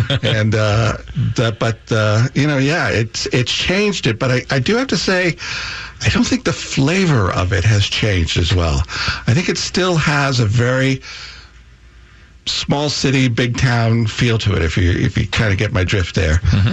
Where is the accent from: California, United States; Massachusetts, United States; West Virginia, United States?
Massachusetts, United States; now in Frederick, United States; I'm from Taxachusetts